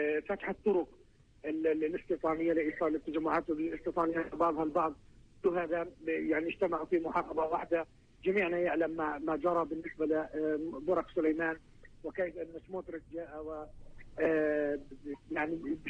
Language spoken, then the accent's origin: Arabic; Bethlehem Governorate, Palestine; عندنا في الريف الشرقي لمحافظة بيت لحم